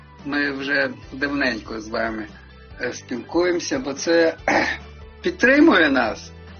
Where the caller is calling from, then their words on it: Germany; Доброго ранку. В нас ще ранок. Я з Німеччини дзвоню.